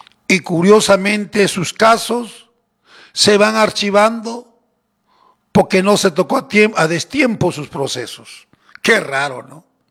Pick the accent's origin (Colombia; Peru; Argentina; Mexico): Peru; Ilabaya, Tacna; Me están escribiendo de mi tierra y la valla.